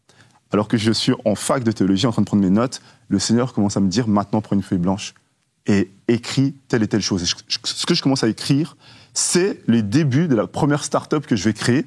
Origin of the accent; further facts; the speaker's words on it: Switzerland; Je suis suisse